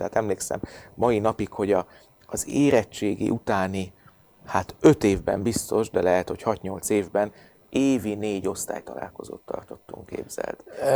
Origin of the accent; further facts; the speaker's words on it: Budapest, Hungary; first language Hungarian; also born or lived in Paderborn, Germany; a következő éveket Budapesten tölthettem.